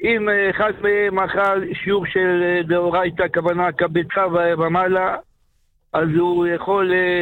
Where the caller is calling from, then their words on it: Jerusalem, Jerusalem District, Israel; אני מירושלים, עיר הקודש.